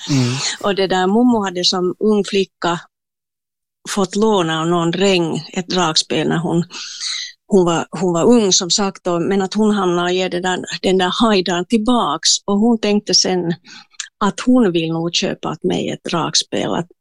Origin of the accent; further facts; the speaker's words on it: Espoo, Uusimaa, Finland; jag är ju hemma från Esbo Kilo.